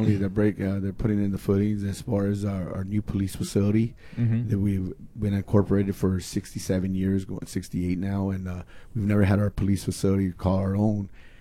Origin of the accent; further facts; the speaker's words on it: Kern County, California, United States; I'm from Kern County